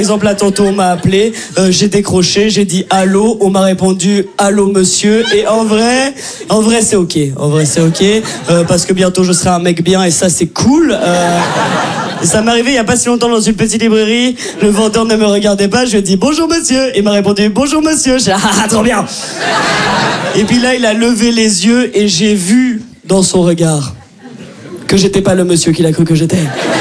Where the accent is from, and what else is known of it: Brussels, Belgium; accent: Brussels